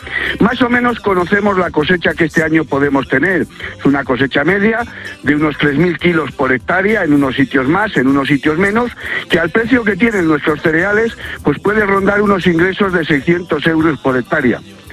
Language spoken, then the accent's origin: Spanish; Ledigos, Castile and León, Spain; pues estuve en Palencia, en la misa que la cofradía hace en la catedral. Tuvimos procesión y luego fui a mi pueblo, a Ledigos, a una comida que hace el ayuntamiento para todo el pueblo.